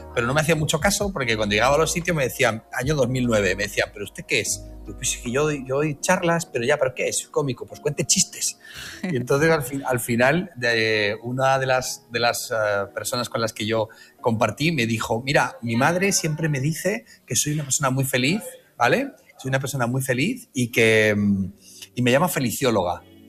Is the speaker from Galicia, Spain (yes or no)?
no; Marbella, Andalusia, Spain; yo soy de Marbella